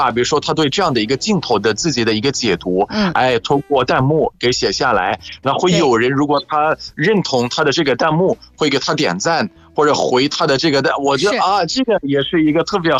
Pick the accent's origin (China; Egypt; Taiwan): Egypt; 我是来自埃及的